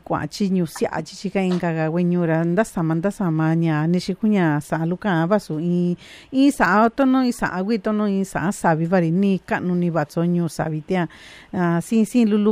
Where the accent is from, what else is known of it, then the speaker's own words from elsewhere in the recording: Mixteca, Mexico; pues provenimos de la misma región, somos de la Mixteca, porque pues ahora sí que mis paisanos triqui también forman parte del territorio mixteco